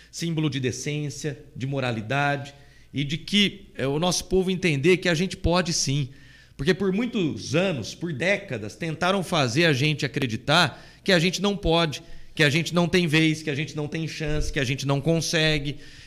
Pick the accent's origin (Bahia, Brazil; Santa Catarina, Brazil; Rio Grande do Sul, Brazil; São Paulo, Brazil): São Paulo, Brazil; Jaú; born there; accent: caipira; Sou de Jaú, sou nascido em Jaú, a família está lá a vida toda. Tenho família também na Barra Bonita, a minha avó é barra bonitense, né, então... Está aqui pertinho de Igaraçu também.